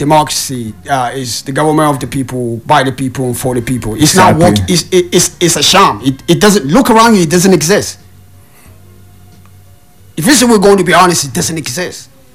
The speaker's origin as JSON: {"language": "English", "country": "Nigeria", "said": "being a Nigerian"}